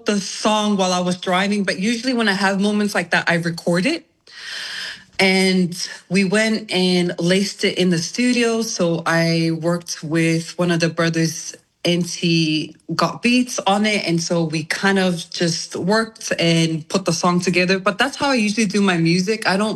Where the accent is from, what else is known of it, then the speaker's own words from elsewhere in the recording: Tonga; now in New Zealand; And that's where I spent a lot of my time there with my family and then moved back to New Zealand. I'm from Tonga, ko lele mai me vaini, nukunuku, pasi, and fatai.